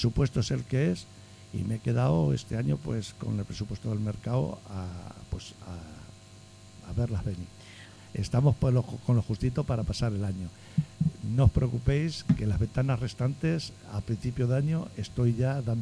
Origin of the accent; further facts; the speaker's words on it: Miguelturra, Castilla-La Mancha, Spain; me despido de vosotros y de los Miguel Turreños, vecinos de mi pueblo